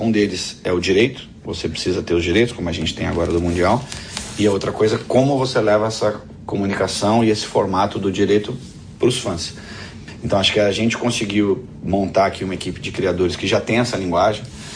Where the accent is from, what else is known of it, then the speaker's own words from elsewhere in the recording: Portugal; Particularmente eu sou português, né?